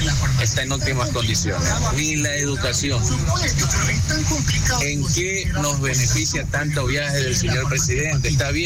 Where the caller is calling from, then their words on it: Ecuador; nosotros como ecuatorianos